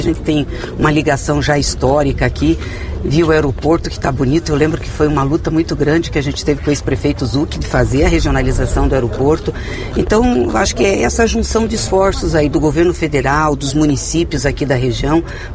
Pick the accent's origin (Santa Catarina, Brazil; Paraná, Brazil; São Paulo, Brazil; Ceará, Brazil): Paraná, Brazil; eu sou paranaense